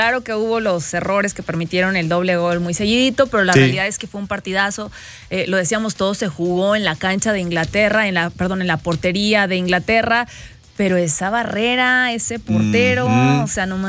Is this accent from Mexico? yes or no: yes; Mexico; Así somos los mexicanos